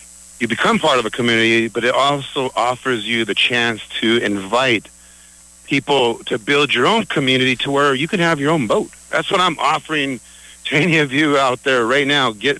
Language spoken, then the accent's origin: English; California, United States; moved away as an adult; now in Pittsburgh, United States; I grew up in the Orange County coast. Grew up around Big Bear Lake, Lake Hemet, Silver Lake, Lake even Matthews, where my mom and dad live.